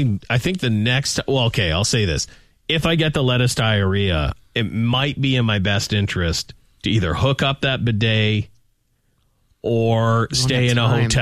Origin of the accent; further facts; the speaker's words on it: Sweden; Yeah, it's like, I'm sorry, I'm from Sweden. I didn't even know what's happening.